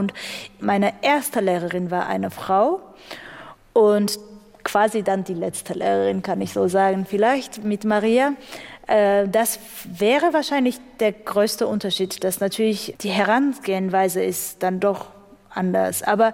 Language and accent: German; Armenia; now in Rostock, Germany; Ich vermisse Armenien als mein Heimatland schon, aber eben für andere Sachen, eben für das Essen, für die Menschen und für meine Familie, die dort noch lebt. Aber Rostock ist meine zweite Heimat geworden, tatsächlich.